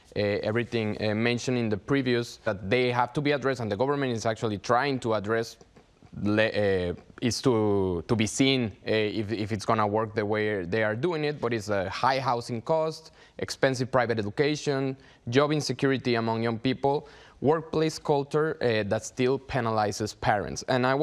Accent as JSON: {"language": "English", "country": "Mexico", "moved": "as an adult", "lives_now": "South Korea", "said": "my home country in Mexico"}